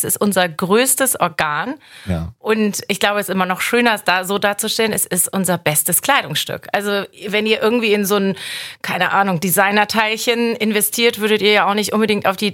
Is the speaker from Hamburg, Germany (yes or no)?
yes; Hamburg, Germany; Mein Gott, ich bin Hamburger, ich kenne John Stimmel nun auch schon so lange